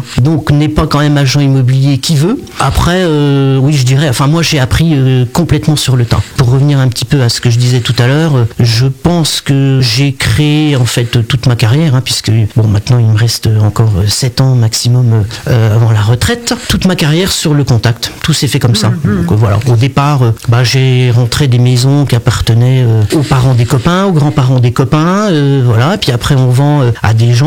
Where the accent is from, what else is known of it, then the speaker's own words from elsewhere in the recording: Corbigny, Bourgogne-Franche-Comté, France; Je suis originaire de Corbigny à la base